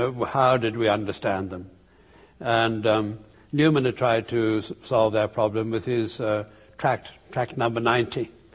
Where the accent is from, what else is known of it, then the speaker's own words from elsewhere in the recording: South Africa; born there; I was born in South Africa, remember?